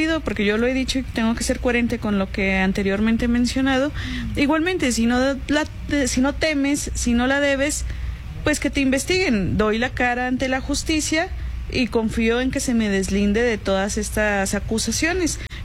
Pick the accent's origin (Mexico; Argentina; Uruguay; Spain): Mexico; yo como mexicana